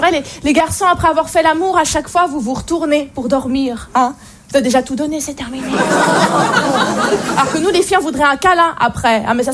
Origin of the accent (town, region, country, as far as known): Switzerland